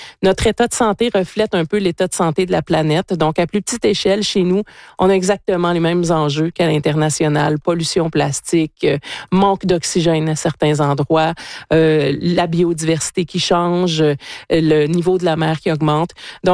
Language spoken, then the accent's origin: French; Rimouski, Quebec, Canada; Donc, puis nous, à Rimouski, moi, je viens de Rimouski, notre triste signature régionale, c'est des carcasses de voitures.